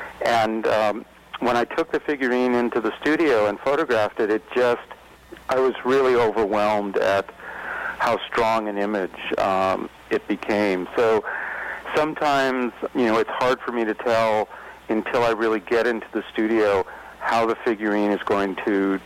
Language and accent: English; California, United States; Even though I grew up in the Bay Area, my father was from Brooklyn